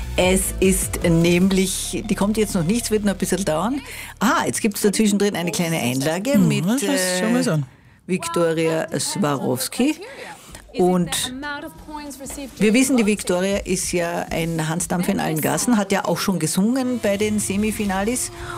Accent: Australia; Ja, wir sind aus Australien gekommen, weil unsere Kinder so große Song Contest-Fans sind.

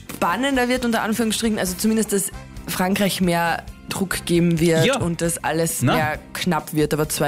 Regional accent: Austria; als Österreicher

